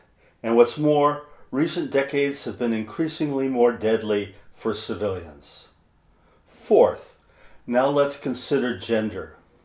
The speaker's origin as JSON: {"language": "English", "town": "Cottage Grove", "region": "Oregon", "country": "United States", "said": "I am a writer from Cottage Grove, Oregon."}